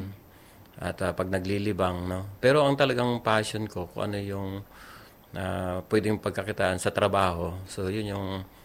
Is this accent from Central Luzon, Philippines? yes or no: yes; Pantabangan, Central Luzon, Philippines; born there; taga-Pantabangan ako. Doon ako isinilang.